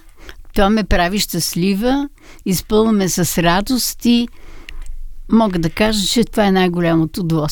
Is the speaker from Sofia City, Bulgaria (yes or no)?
yes; Sofia, Sofia City, Bulgaria; София е любим ми град и не го давам за никой град по света. Свикнала тук съм, родена, израснала и много съм щастлива, че съм родена в София.